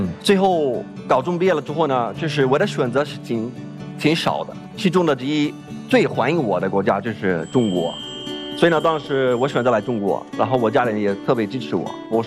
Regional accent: Jordan; Chinese is a second language; moved away as an adult; now in China; 我从我小时候啊，是从巴勒斯坦的加沙移民到约旦，然后我在约旦的难民营出生的长大的。

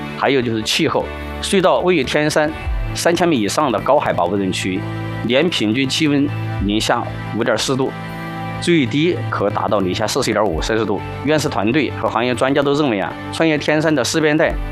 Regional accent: China

